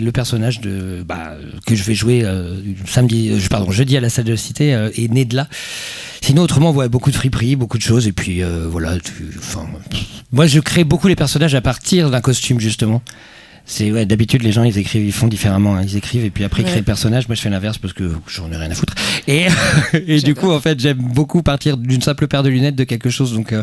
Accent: Rennes, Brittany, France; On est rennais, et puis on est sympa.

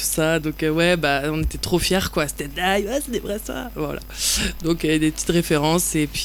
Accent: Brest, Brittany, France; c'est un morceau qui parle du coup de ma ville natale, de Brest même.

